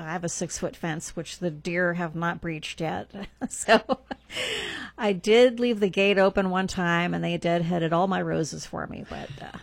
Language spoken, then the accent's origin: English; England, United Kingdom; Well, I was born in England. My dad was in the Air Force.